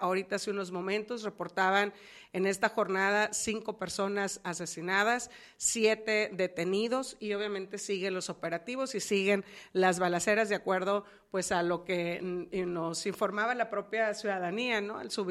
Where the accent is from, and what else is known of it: Mexico